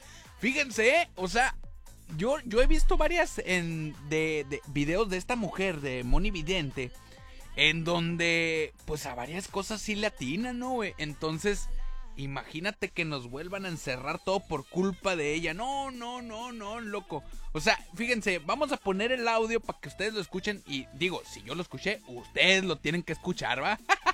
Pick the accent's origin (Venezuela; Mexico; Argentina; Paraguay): Mexico